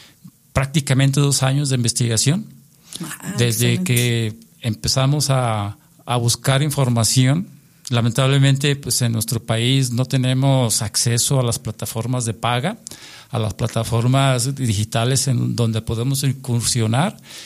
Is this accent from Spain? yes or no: no; Mexico; los mexicanos somos un poquito dados a aguantar.